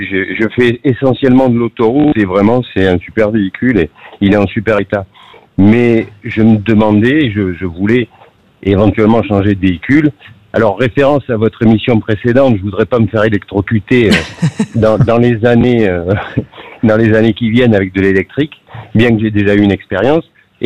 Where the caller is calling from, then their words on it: Marseille, Provence-Alpes-Côte d'Azur, France; je suis à Marseille.